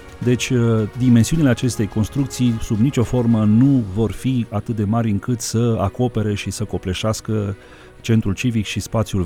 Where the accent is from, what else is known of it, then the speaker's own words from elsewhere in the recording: Brașov, Brașov County, Romania; noi ca și brașoveni